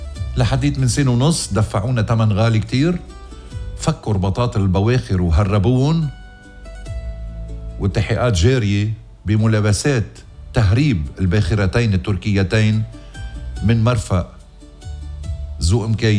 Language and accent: Arabic; Lebanon; بوطني ووطنكم لبنان؟